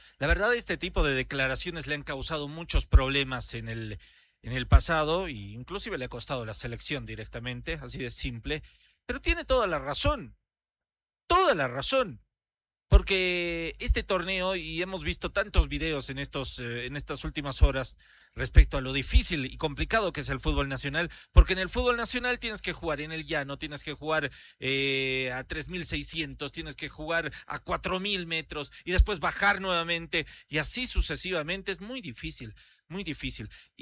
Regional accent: Bolivia; tenemos tantos problemas los bolivianos para desarrollar nuestro fútbol.

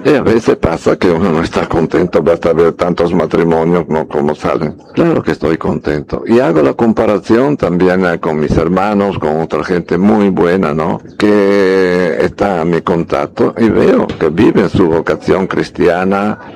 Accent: Italy; Spanish is a second language; now in Bolivia; Y después, soy italiano, entonces ejercí mi ministerio allá, especialmente en parroquias, oratorios, hasta que vine aquí a Bolivia

